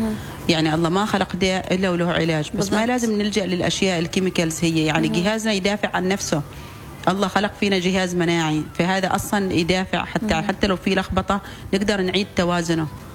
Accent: Oman; احنا كمجتمع عماني

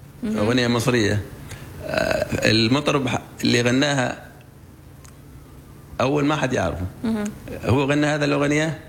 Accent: Oman; accent: Omani; بنسمعها بلهجة عمانية؟ لا،

